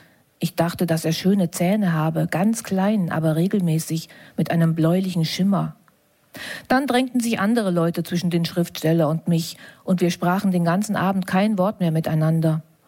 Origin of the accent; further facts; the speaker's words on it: East Germany, Germany; wir so, ey, wir sind eigentlich auch aus der DDR ursprünglich und so.